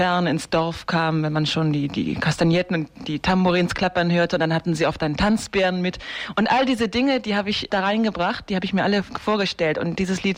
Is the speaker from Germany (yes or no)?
no; Klaipėda County, Lithuania; wir sind aus dem Memeland